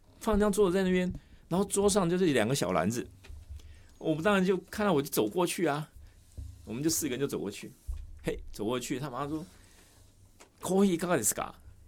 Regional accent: Taiwan; 我说我们是台湾来的

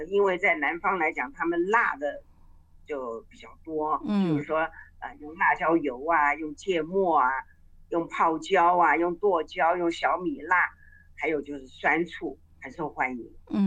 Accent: Taiwan

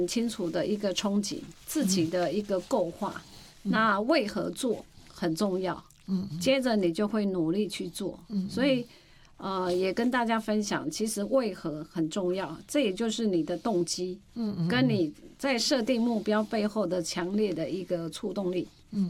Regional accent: Hualien County, Taiwan; 我生长于那个台湾花莲，就是台湾的东部。好山好水，不过因为这个交通没有在大都市的便利

